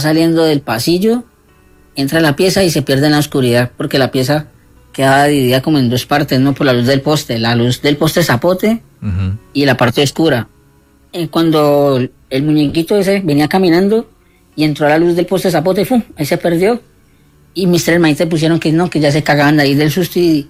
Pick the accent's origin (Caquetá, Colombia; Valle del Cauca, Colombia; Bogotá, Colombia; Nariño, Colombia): Valle del Cauca, Colombia; Cali; Vivíamos en una casa de 3 pisos aquí en Cali, en el barrio Guaval.